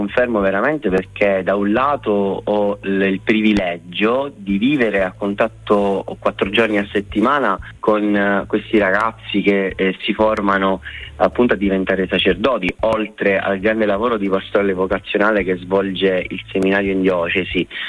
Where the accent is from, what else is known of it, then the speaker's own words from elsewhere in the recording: Messina, Sicily, Italy; Io vengo da Messina, da un quartiere di nome Camaro San Paolo, e la parrocchia e in particolare l'esperienza dell'oratorio è sempre stato un faro all'interno di quel quartiere.